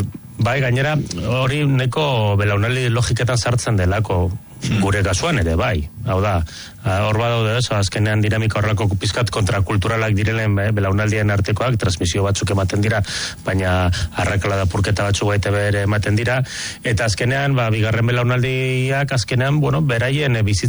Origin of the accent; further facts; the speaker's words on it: Basque Country, Spain; ni adibidez ni bakarrik euskaldun sentitzen naiz